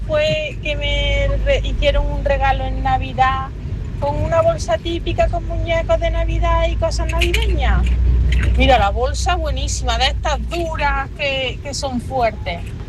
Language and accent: Spanish; Seville, Andalusia, Spain